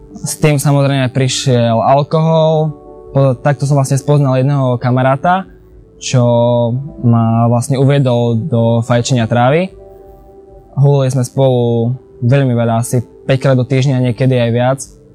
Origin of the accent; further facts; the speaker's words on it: Košice, Košice Region, Slovakia; mám 17 rokov, pochádzam z Košíc